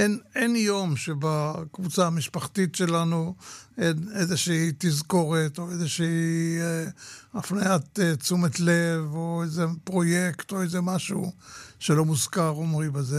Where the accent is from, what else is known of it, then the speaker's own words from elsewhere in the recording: Tel Aviv, Tel Aviv District, Israel; also born or lived in Golan Heights; באנו לשם, אני גרתי בתל אביב, נולדתי בתל אביב, ובאנו לשם כי זה היה צו השעה.